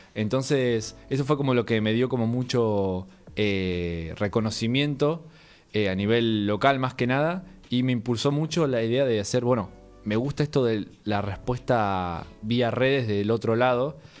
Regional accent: Mar del Plata, Buenos Aires Province, Argentina; moved away as an adult; now in Buenos Aires, Argentina; Yo soy de Mar del Plata, me mudé acá. Soy un nuevo porteño de hace 2 años.

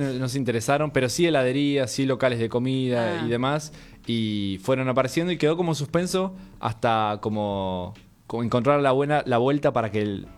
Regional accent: Mar del Plata, Buenos Aires Province, Argentina; moved away as an adult; now in Buenos Aires, Argentina; Yo soy de Mar del Plata, me mudé acá. Soy un nuevo porteño de hace 2 años.

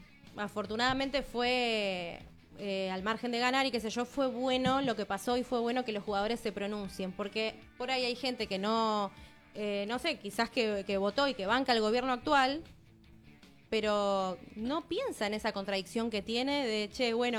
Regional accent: Argentina; somos los argentinos

